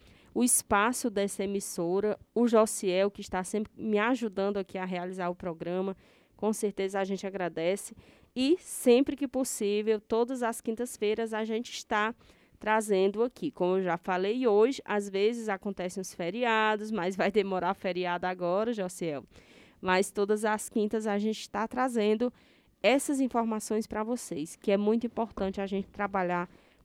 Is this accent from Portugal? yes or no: no; Northeast Region, Brazil; nós que somos nordestinos, que é o povo mais festivo